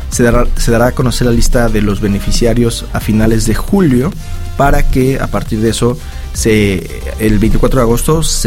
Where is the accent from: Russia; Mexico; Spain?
Mexico